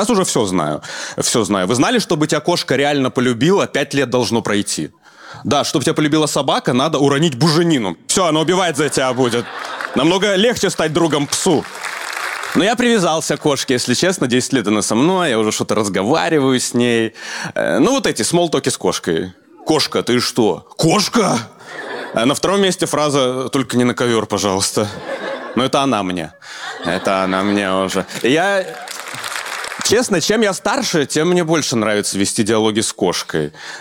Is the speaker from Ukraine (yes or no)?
no; Belarus; moved away as an adult; now in Moscow, Russia; мне 35 лет, я из Беларуси, обживаюсь в Москве